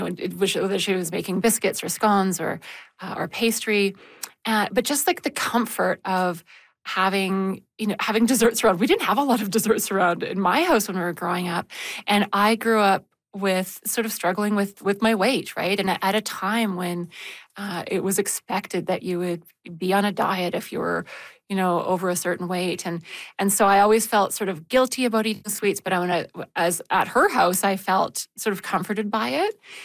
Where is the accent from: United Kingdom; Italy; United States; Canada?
Canada; Calgary, Alberta; born or raised there